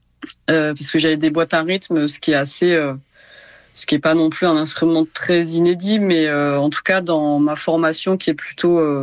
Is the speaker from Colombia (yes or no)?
no; Ramatuelle, Provence-Alpes-Côte d'Azur, France; En fait, j'ai un lien assez fort avec Ramatuelle, donc là où j'ai grandi, parce que toute ma famille est là.